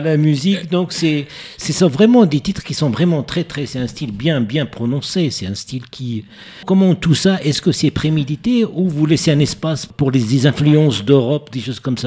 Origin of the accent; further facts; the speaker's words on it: Casablanca, Casablanca-Settat, Morocco; Bien sûr, c'est ma ville natale également.